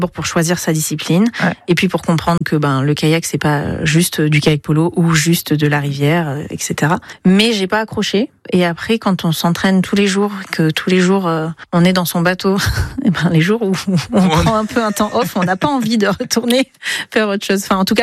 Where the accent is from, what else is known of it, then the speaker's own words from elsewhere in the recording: Réunion, France; moved away; Moi, je viens de La Réunion